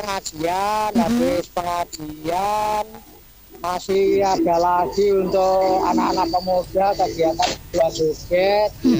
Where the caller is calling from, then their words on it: Indonesia; di kampung saya, di desa Kapur, Gondang.